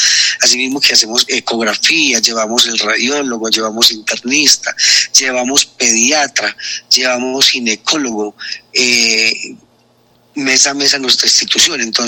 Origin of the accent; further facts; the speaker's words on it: Samaná, Caldas, Colombia; Yo soy samaneño.